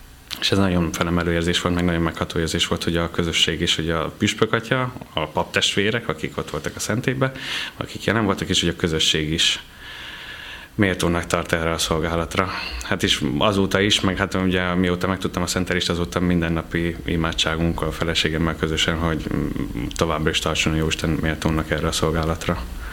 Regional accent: Nyíregyháza, Szabolcs-Szatmár-Bereg, Hungary; ott születtem, tehát Nyíregyháza Borbányán volt a diakónus szentelés

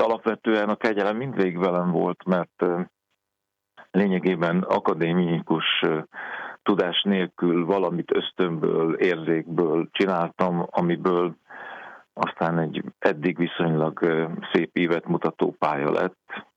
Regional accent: Hungary; én elsősorban ember vagyok, magyar vagyok, apa vagyok

